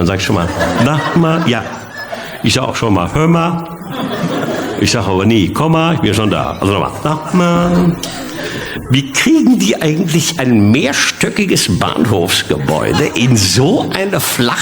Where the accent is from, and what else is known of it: Bochum, North Rhine-Westphalia, Germany